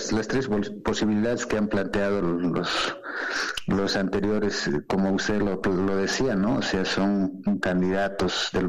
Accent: Bolivia

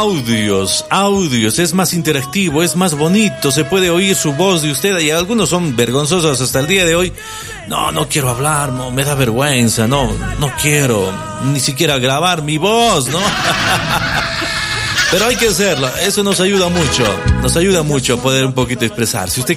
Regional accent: Bolivia; la música que nos identifica como bolivianos

